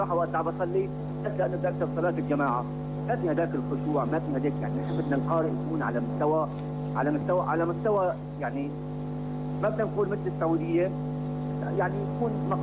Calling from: Aleppo, Aleppo Governorate, Syria; انا بحكي معك من حلب

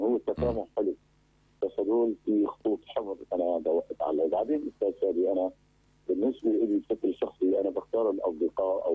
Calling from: Aleppo, Aleppo Governorate, Syria

